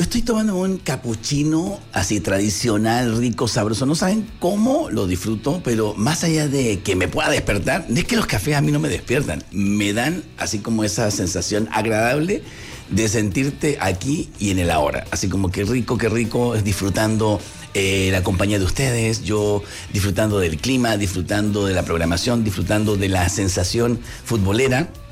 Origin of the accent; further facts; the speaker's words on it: Mexico; hay muchas cosas que nos empuja a decir soy mexicano